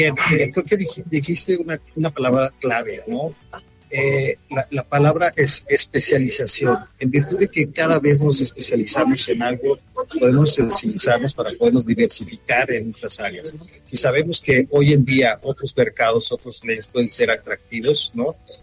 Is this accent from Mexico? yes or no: yes; Los Mochis, Sinaloa, Mexico; also born or lived in São Paulo, Brazil; now in Mexico City, Mexico; yo soy originario de Los Mochis, Sinaloa